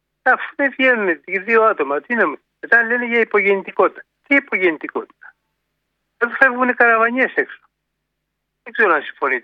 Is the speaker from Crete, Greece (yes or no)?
no; Gerolimenas, Peloponnese, Greece; now in Piraeus, Greece; Είμαι από τη Μάνη. Ναι. Από το Γερολιμένα, στην Κυβένα.